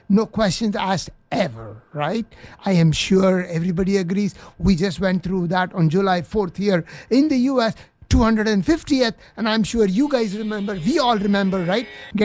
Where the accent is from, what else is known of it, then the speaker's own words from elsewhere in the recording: India; moved away as an adult; now in United States; I was born in India, but I've been here for, I have no idea now, 36 years in this country.